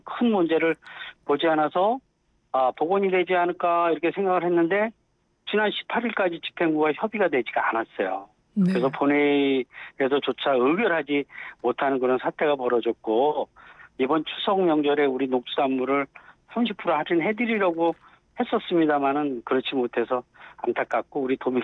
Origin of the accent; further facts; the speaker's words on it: Pocheon, Gyeonggi Province, South Korea; 저는 포천이 고향이에요.